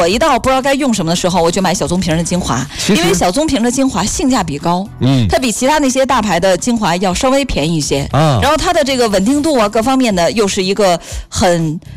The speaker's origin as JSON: {"language": "Chinese", "region": "Northeast China", "country": "China", "tie": "born or raised there", "moved": "as an adult", "lives_now": "Fuzhou, China", "said": "我现在在福州19年，在东北18年。"}